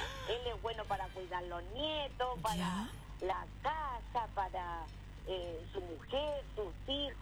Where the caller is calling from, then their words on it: Hualpén, Biobío, Chile; En Hualpén